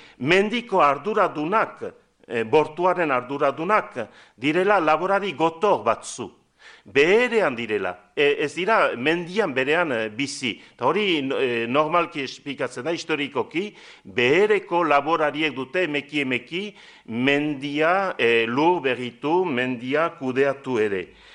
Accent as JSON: {"language": "Basque", "town": "Estérençuby", "region": "Nouvelle-Aquitaine", "country": "France", "said": "ni Estrentzubikoa naiz"}